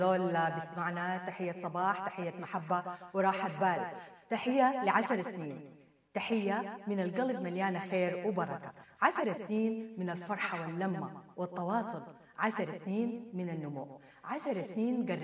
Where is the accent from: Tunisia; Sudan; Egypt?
Sudan; وإحنا كسودانيين لسه ما زلنا مستمرين نرفع دعيتنا وأمنياتنا لربنا القدير إنه يعم الفرح والسلام في سوداننا الحبيبة، في كل بقعة من بلدنا الحبيبة السودان.